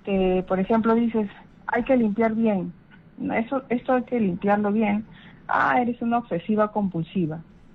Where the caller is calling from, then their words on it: Ventanilla, Callao, Peru; padre, y llamo desde Ventanilla.